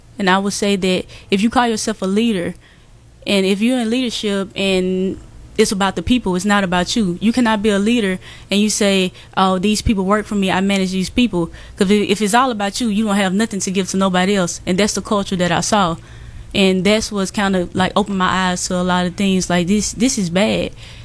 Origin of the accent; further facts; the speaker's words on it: Indianola, Mississippi, United States; moved away as an adult; now in Chicago, United States; I am originally from Indianola, Mississippi. And to be honest, I just wanted to leave Mississippi for a better opportunity. And I come to Chicago